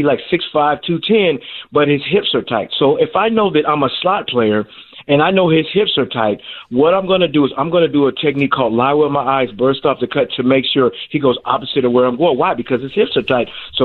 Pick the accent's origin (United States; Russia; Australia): United States; Denver, Colorado; I'm from Denver, Colorado, grew up watching John Elway.